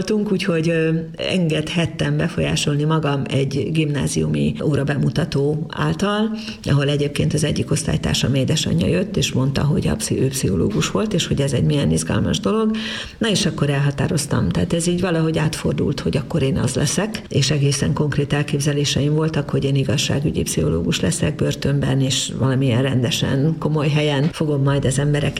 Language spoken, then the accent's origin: Hungarian; Debrecen, Hajdú-Bihar, Hungary; Ó, igen, hát én debreceni vagyok, és nyilván, mint minden 14-15 éves embernek fogalmam nem volt, hogy mi leszek